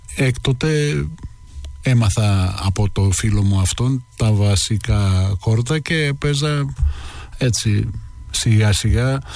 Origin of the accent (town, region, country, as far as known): Thessaloniki, Central Macedonia, Greece; born or raised there